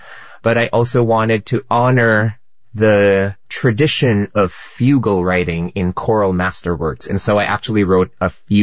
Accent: Philippines; moved away as an adult; now in United States; as a young gay man growing up in the Philippines

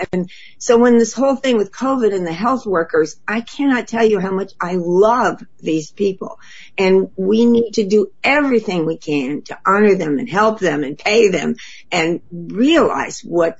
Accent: Los Angeles, California, United States; now in Sausalito area, San Francisco Bay, United States; I grew up in Hollywood.

